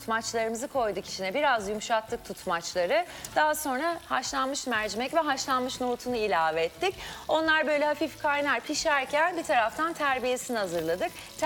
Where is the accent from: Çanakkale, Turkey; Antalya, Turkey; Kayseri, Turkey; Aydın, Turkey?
Aydın, Turkey; Nazilli; Evet, ben de Nazilliliyim. Aydın Nazilli.